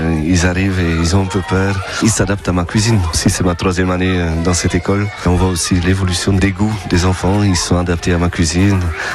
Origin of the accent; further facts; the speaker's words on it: Belgium; now in Périgord, France; en tant que Belge qui a voyagé beaucoup, je me suis arrêté dans le Périgord.